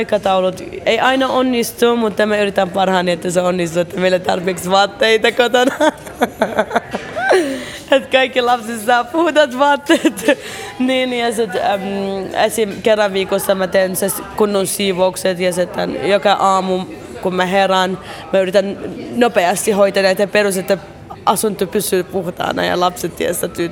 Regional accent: Baghdad, Baghdad Governorate, Iraq; Finnish is a second language; now in Finland; mutta ei, mä oon Bagdadista, niin meillä ei yleensä tällainen

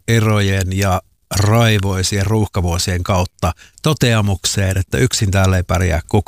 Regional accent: Joensuu, North Karelia, Finland; also born or lived in Helsinki / Espoo; now in Turku, Finland; Mä oon siis Joensuusta lähtöisin, sieltä Helsinkiin, sieltä Espoossa ja nyt Turkuun, niin vahvasti niin kuin länteen mennään.

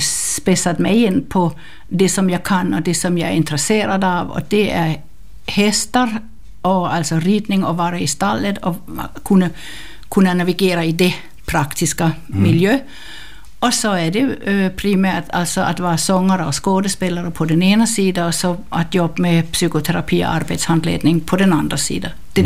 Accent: Copenhagen, Capital Region of Denmark, Denmark; now in Finland; Jag är från Köpenhamn. Jag är född i Köpenhamn och har gått i skola i Köpenhamn och har levt ett fullständigt normalt vanligt liv till jag blev 12 år.

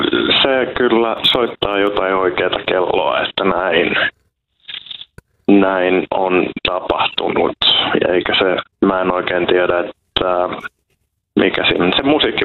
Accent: Helsinki, Uusimaa, Finland; Kyllä se tässä Helsingissä on mennyt suurimmalta osin, että Kateenokalta mä sanon olevani kotoisin. Ja siellä on koulunkäynti aloitettu ja sitten on tuossa keskustassa käyty yläaste ja lukio

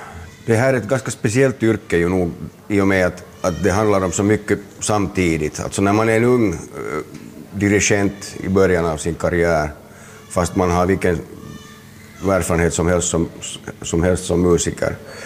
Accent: Helsinki, Uusimaa, Finland; jag är från Helsingfors och jag känner mig definitivt hemma på Drumsö där jag fortfarande har en bostad där jag har bott sedan jag var 1 år gammal. Så att nu är jag liksom, jag är Drumsöbo, det är mitt hem. Och när jag kommer till min bostad på Drumsö så är det definitivt hemma. Det andra hemmet är Rovaniemi

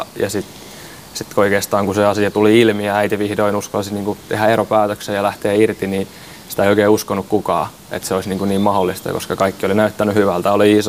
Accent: Tampere, Pirkanmaa, Finland; born there; Synnyttiin tosiaan Tampereella

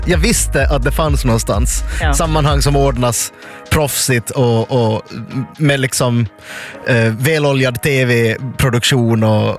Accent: Finland; man har ju undrat kanske som finlandssvensk som är i ett sånt mellanlandsläge på något vis.

